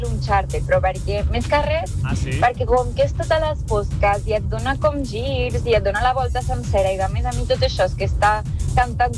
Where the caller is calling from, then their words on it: Sabadell, Catalonia, Spain; de Sabadell.